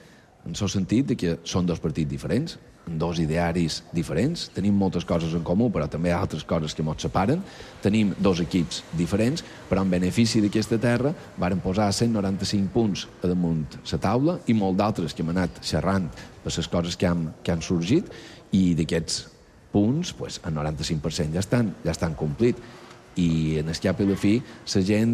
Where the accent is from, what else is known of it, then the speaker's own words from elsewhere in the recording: Balearic Islands, Spain; Som mallorquins i això és el que hem de defensar.